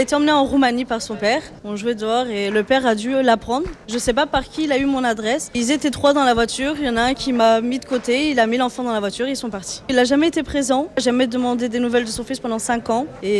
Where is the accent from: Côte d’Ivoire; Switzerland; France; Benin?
France; L'enfant est français, je suis française. Je l'ai élevé, il a vécu en France et je me sens abandonnée.